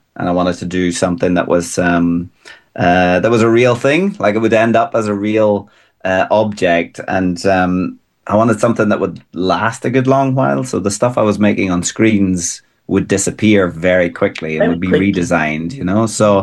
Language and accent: English; Ballycastle, Northern Ireland, United Kingdom; moved away; So I come from Ballycastle up on the North Antrim coast